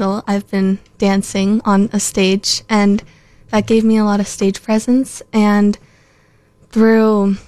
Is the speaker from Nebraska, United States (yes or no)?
yes; Scottsbluff, Nebraska, United States; I was born and raised here in the Scottsbluff-Gearing area